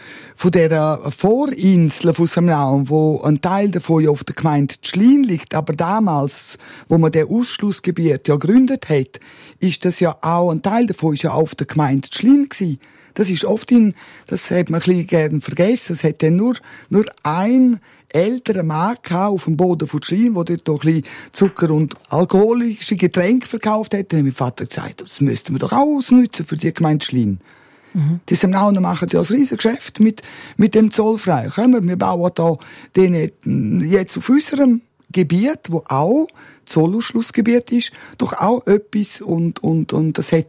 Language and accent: German; Martina, Graubünden, Switzerland; Martin war ein Grenzort. Wir sind ja im Hotel aufgewachsen, nebenzu ein Kiosk und eine Tankstelle, ein Familienbetrieb, ein klassischer Familienbetrieb.